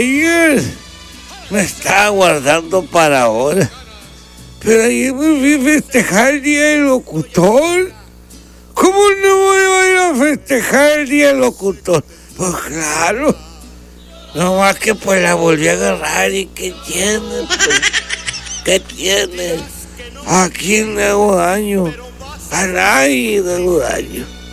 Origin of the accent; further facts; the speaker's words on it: Mexico; porque soy mexicano, a mucho orgullo